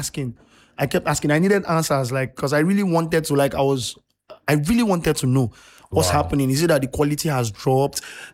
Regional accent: Nigeria

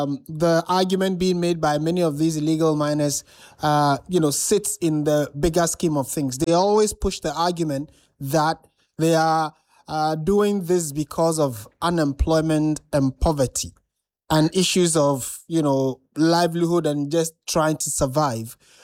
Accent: Ghana

